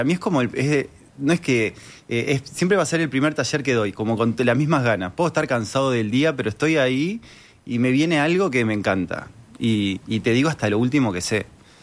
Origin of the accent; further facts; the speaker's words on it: Argentina; moved away as an adult; now in Uruguay; Eso fue una faceta que descubrí acá en Uruguay. Soy argentino.